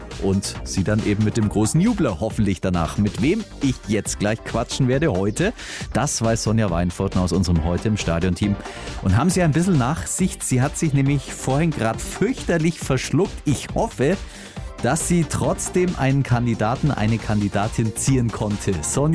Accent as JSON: {"language": "German", "region": "Baden-Württemberg", "country": "Germany", "said": "ein bisschen was sparen als Schwabe, oder? Das machen wir doch, wir Schwaben."}